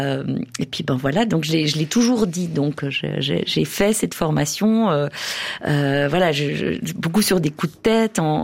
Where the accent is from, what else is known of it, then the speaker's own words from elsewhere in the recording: Biel/Bienne, Bern, Switzerland; now in La Neuveville, Switzerland; J'ai grandi à Bienne avec ma famille.